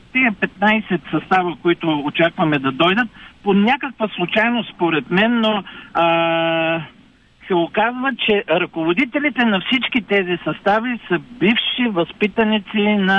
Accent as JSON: {"language": "Bulgarian", "town": "Kazanlak", "region": "Stara Zagora Province", "country": "Bulgaria", "also_born_or_lived": "Plovdiv", "moved": "as an adult", "lives_now": "Canada", "said": "Аз вече 25 години съм в Канада, да, но съм от Казанлък."}